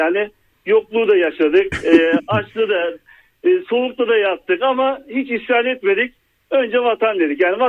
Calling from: Ankara, Turkey; Ankara'dan arıyorum.

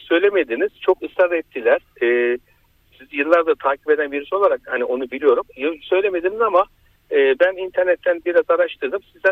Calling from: Ankara, Turkey

